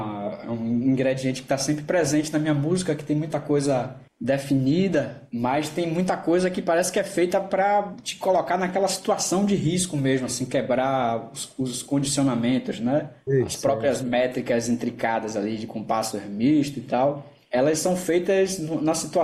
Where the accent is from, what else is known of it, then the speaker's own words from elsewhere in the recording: Northeast Region, Brazil; born there; fenômenos que tem no Nordeste. Eu me identifico muito com isso e me coloco à disposição da música do lugar onde eu nasci